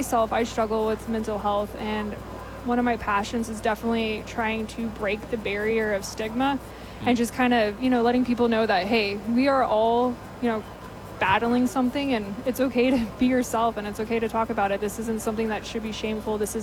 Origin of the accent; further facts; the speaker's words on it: Kerrville, Texas, United States; which I'm from Kerrville